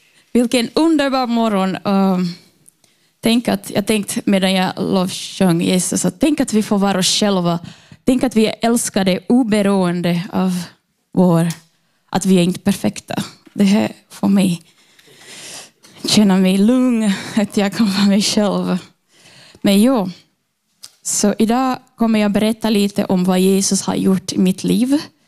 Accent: Brazil; Swedish is a second language; moved away as an adult; now in Finland; jag har haft hela min uppväxt i Brasilien med en troende mamma.

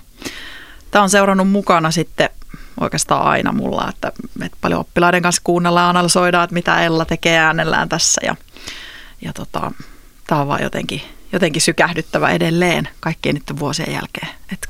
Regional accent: Tornio, Lapland, Finland; accent: Tornio dialect; moved away as an adult; also born or lived in Helsinki / New York; kun mä muutin Torniosta Helsinkiin 18-vuotiaana, niin mulle sanottiin, että älä sit … spiikkaa hirveästi keikoilla, kun sulla on toi murre

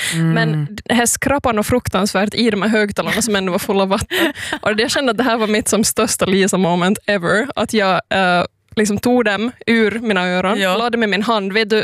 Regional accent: Jakobstad, Ostrobothnia, Finland; som en Jeppisbo själv

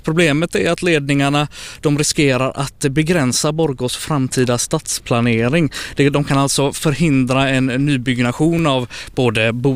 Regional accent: Gothenburg, Västra Götaland County, Sweden; Försöka hitta adresser, speciellt som göteborgare.

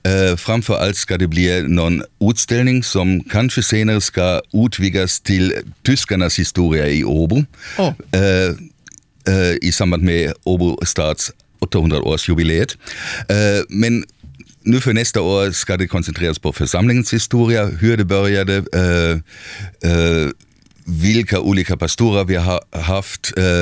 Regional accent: western Germany, Germany; Swedish is a second language; now in Finland; I västra Tyskland, där jag kommer ifrån

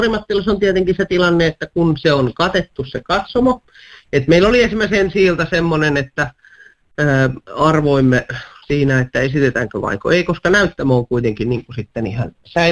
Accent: Lahti, Päijät-Häme, Finland; mä olen itse lahtelainen

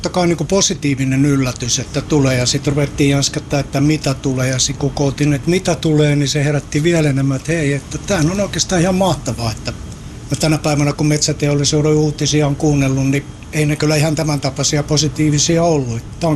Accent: Tervakoski, Kanta-Häme, Finland; mähän olen syntyperäinen tervakoskelainen. Että sen puolesta mä olen täällä piipun juuressa kasvanut ja elänyt ja haistellut sellua kyllä koko elämäni.

